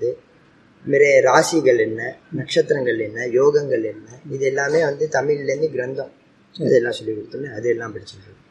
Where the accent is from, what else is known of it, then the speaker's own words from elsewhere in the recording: Delhi, India; நான் டெல்லி.